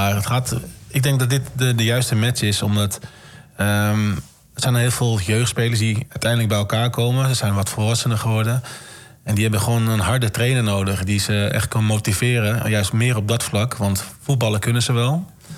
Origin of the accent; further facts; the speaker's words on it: Almere, Flevoland, Netherlands; Ik hou van Almere natuurlijk, ik kom van Almere.